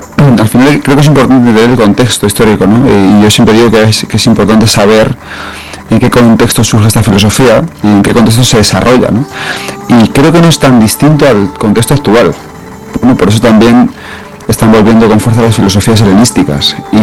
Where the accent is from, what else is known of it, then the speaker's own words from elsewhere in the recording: Manzanares, Castilla-La Mancha, Spain; Yo soy un pueblo de Ciudad Real muy chiquitín, de Manzanares. No tan chiquitín, somos 15.000-18.000.